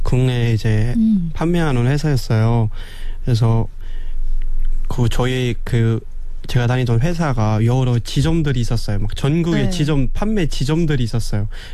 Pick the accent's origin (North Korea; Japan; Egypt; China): North Korea; Pyongan; moved away as an adult; now in Seoul, South Korea; 평안도에서 서울로 이사 온 지 5년쯤 된